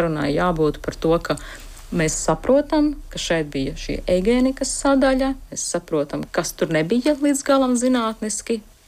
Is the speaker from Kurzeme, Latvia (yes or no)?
no; Riga, Latvia; es esmu balta, es esmu sieviete, es esmu heteroseksuāla, es esmu rīdziniece